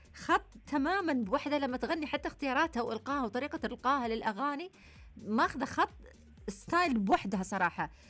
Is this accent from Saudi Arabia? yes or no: yes; Saudi Arabia; إحنا المملكة العربية السعودية الحمد لله ديرتنا رقعتها كبيرة وواسعة ولهجات كثيرة وثقافات كثيرة وعادات وتقاليد مختلفة